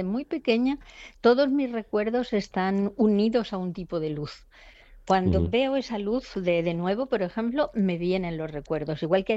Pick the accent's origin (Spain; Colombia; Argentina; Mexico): Spain; Elda, Valencian Community; moved away; voy a hablar de mi tierra, pero no solamente de Elda, que es mi pueblo, sino de toda nuestra zona, toda nuestra comarca.